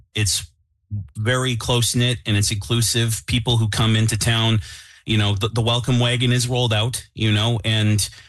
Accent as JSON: {"language": "English", "town": "Flin Flon", "region": "Manitoba", "country": "Canada", "tie": "born or raised there", "said": "I knew growing up in Flin Flon that there is a great big world out there, and I wanted to learn a lot about it, and I wanted to go out and experience it. I thought I couldn't do that by staying here. I wanted to leave when I was young."}